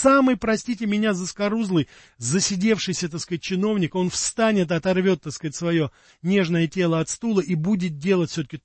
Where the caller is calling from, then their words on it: Krasnodar, Krasnodar Krai, Russia; Ну, всем привет, я передаю из Краснодара.